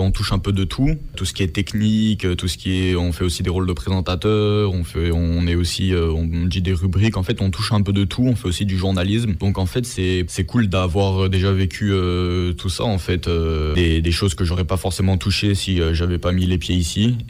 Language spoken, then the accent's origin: French; Grenoble, Auvergne-Rhône-Alpes, France; j'ai 17 ans et j'habite à Grenoble depuis toujours, je vis ici.